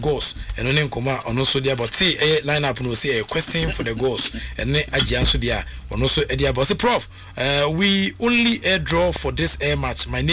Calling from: Okwampa, Ghana; Good evening and … from Okwampa.

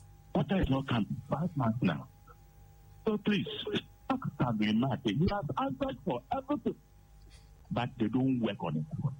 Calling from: Greater Accra, Ghana; I'm calling from Community 25.

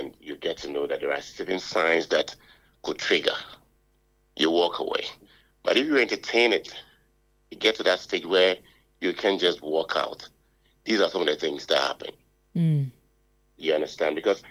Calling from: Accra, Greater Accra, Ghana; I'm calling from Accra.

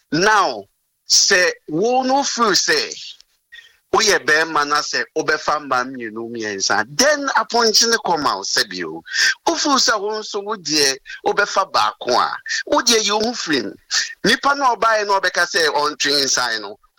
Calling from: Ashalaja, Greater Accra, Ghana; I'm calling from Ashalaja.

